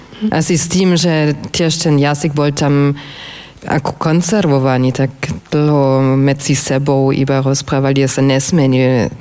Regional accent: Swabia, Germany; accent: Swabian; Slovak is a second language; moved away; ja som zo Švabska pôvodne, a tak hovoríme švabsky

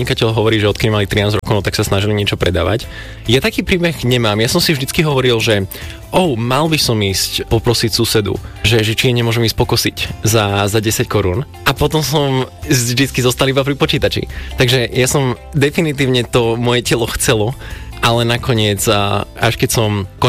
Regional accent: Viničné, Bratislava Region, Slovakia; also born or lived in Košice; narodil som sa v Košiciach a veľmi veľa som sa sťahoval vo svojom živote. Takže v Košiciach som vydržal iba prvé 4 roky. Potom sme sa ako celá rodina sťahovali do Viničného pri Pezinku.

